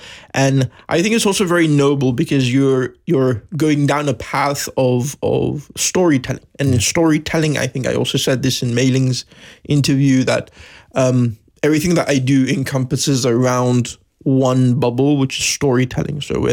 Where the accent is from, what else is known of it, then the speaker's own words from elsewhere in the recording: Mauritius; also born or lived in Madagascar; So obviously I was born in Mauritius in the month of June, the 1st of June to be precise. And I had grown up here. My mother is South African, my dad's Mauritian.